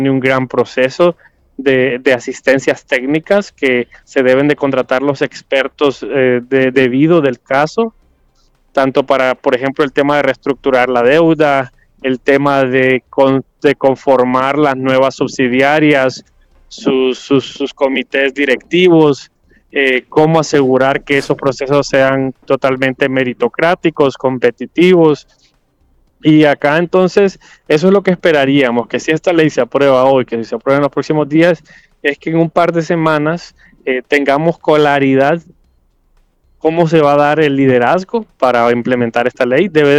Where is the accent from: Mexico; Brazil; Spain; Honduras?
Honduras; acá, vaya, como hondureños